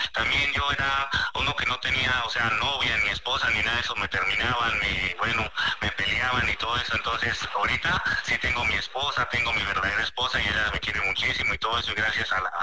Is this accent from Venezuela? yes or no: no; Mozo, Boyacá, Colombia; Yo vengo de Mozo, Boyacá.